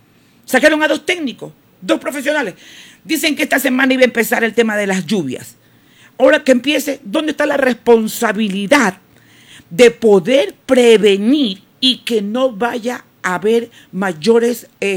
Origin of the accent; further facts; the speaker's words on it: Esmeraldas, Ecuador; caminar tranquila por las calles de Esmeraldas de mi provincia